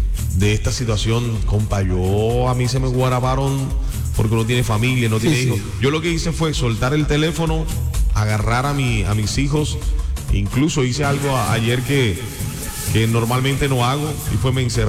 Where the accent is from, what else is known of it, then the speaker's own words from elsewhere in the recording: Colombia; situaciones que golpean como colombiano